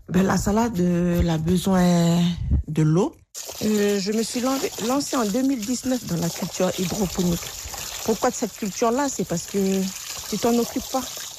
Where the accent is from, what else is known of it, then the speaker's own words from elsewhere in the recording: Kouaoua, North Province, New Caledonia; je suis originaire de la commune de Kwawa. J'habite dans la tribu de Ko.